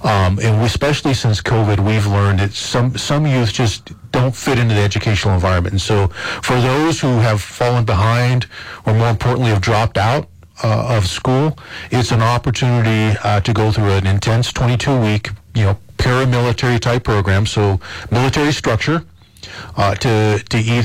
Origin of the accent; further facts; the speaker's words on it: Dexter, New Mexico, United States; No, I grew up in Dexter, New Mexico, which is in southeast New Mexico.